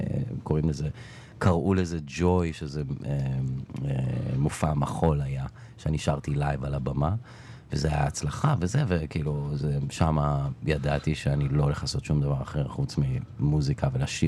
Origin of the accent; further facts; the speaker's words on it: Elon Moreh, Judea and Samaria, Israel; also born or lived in Bat Yam; גם אני נולדתי בבת ים, ואז עברנו מהר מאוד בגיל 5 ללון מורה שם, לפני שזה עוד היה אישיו להיות שם.